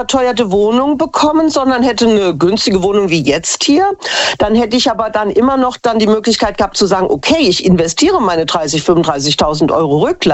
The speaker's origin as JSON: {"language": "German", "region": "Hesse", "country": "Germany", "said": "Ich habe dann auch eine Community, eine Frau kannte ich schon früher von Hessen, wo ich herkomme."}